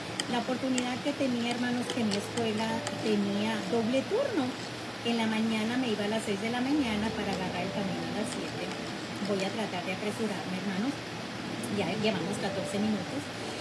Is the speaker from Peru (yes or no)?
no; Mexico; moved away; Esa fue una de las razones que nosotros emigramos para acá, de los Estados de México para acá, porque alguien más me acusó, un familiar